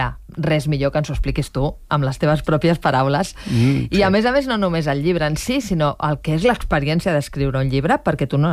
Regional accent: Catalonia, Spain; Clar, jo soc catalana, sí.

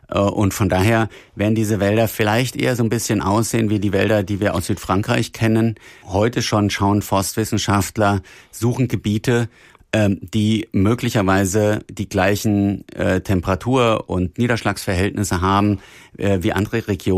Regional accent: Hesse, Germany; Also ich komme selber aus dem Taunus, da gibt es Bereiche, da sage ich, wow, das hätte ich nicht gedacht, dass die so schnell so toll wachsen.

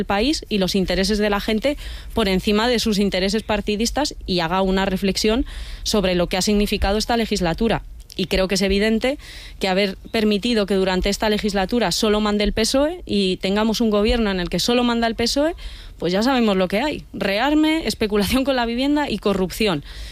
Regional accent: Navarre, Spain; now in Madrid, Spain; yo que soy navarra de origen y que me siento vallecana de adopción

